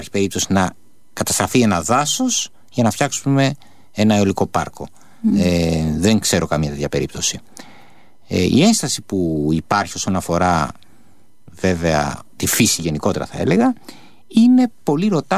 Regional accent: Western Greece, Greece; σε μια περιοχή σαν την ορεινή ναυπακτία στο χωριό μου

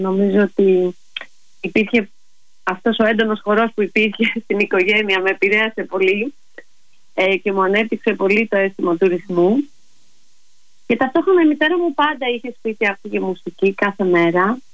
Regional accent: Paros, South Aegean, Greece; moved away as an adult; Λοιπόν, ναι, εγώ μεγάλωσα στην Πάρο. Η μητέρα μου είναι από τη Σαντορίνη, ο μπαμπάς από την Πάρο, οπότε νιώθω πολύ κυκλαδίτησα.

